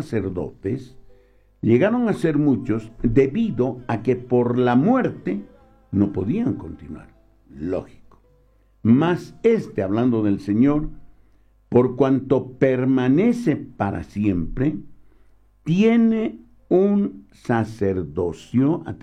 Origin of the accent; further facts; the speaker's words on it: Bolivia; lo que decimos en el oriente boliviano